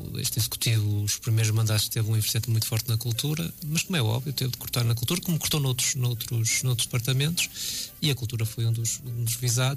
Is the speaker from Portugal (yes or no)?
yes; Lamego, Norte, Portugal; now in Paredes, Portugal